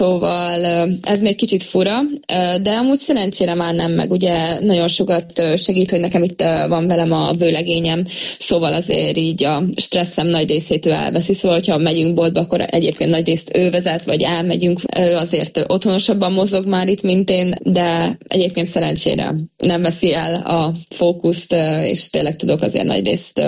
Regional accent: Szombathely, Vas, Hungary; moved away as an adult; now in Craiova, Romania; nekem Szombathely a szülővárosom, én ott mindent mindig tudtam

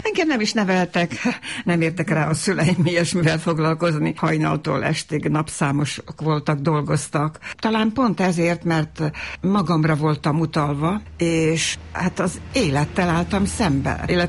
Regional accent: Novi Sad, Vojvodina, Serbia; moved away as an adult; now in Hungary; Újvidéken, a városban nőttem fel, szerb környezetben, tehát az utcán szinte ugyanabban az időben tanultam meg magyarul is, meg szerbül is, tehát ez a két nyelvűség az olyan természetes volt

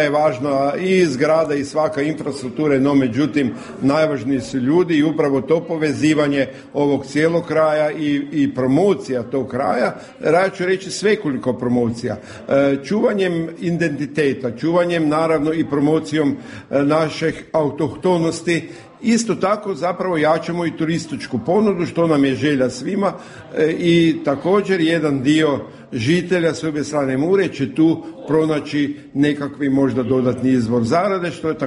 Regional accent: Međimurje County, Croatia; ajde, Međimurja, ja sam iz Međimurja

